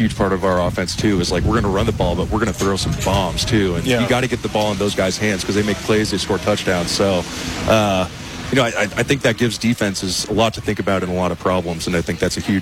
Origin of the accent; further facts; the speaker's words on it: Milwaukie, Oregon, United States; I usually say I'm from Portland